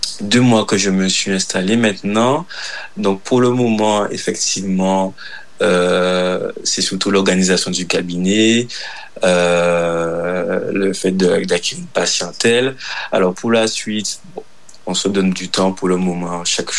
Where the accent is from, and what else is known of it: Baillif, Guadeloupe; moved away as an adult